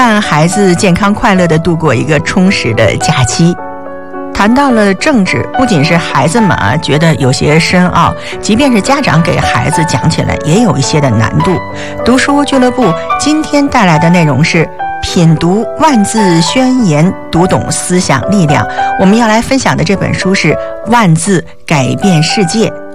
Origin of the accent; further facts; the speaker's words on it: China; 作为中国人啊，最早接触的以经来命名的书了。